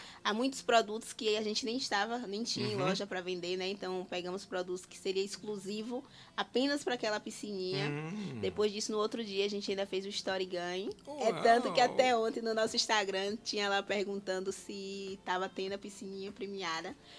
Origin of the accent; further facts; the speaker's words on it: Amélia Rodrigues, Bahia, Brazil; Não, eu sou de Amélia Rodrigues.